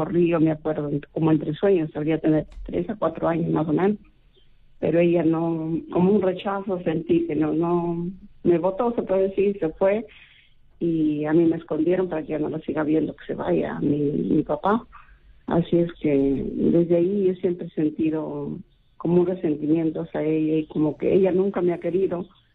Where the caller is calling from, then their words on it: Trujillo, La Libertad, Peru; de Trujillo.